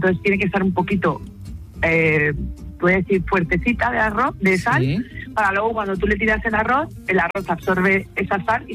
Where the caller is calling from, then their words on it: Valencia, Valencian Community, Spain; soy de Valencia